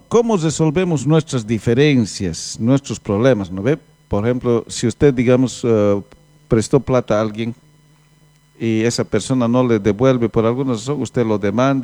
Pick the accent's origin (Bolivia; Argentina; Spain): Bolivia; podemos tener esas diferencias como bolivianos